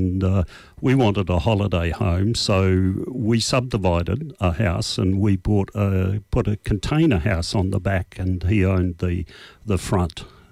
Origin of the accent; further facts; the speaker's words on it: Lyttelton, Canterbury, New Zealand; moved away as an adult; also born or lived in Perth, Australia / Toronto, Canada; now in Western Australia, Australia; Oh, I grew up in New Zealand, Littleton in the South Island. Then I spent until I was 18